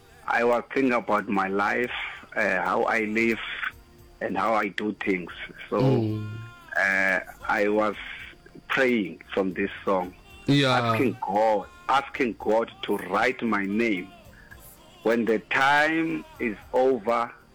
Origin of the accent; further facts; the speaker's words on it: Eastern Cape, South Africa; I grew up in Eastern Cape, in a location that they call Qabekwane or Koso Forest. A saved man of God from AFM.